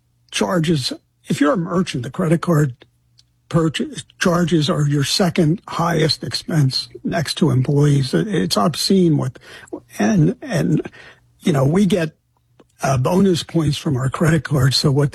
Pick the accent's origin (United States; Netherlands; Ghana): United States; Philadelphia, Pennsylvania; now in Lancaster, United States; I grew up in Philadelphia, in a corner of Philadelphia called Somerton, which had been an independent farm town. It was suddenly incorporated by the cities in the 30s. So when I grew up there after World War II